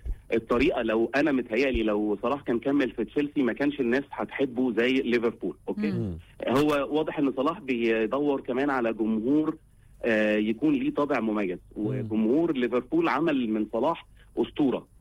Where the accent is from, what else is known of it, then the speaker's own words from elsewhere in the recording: Egypt; احنا كشعب مصري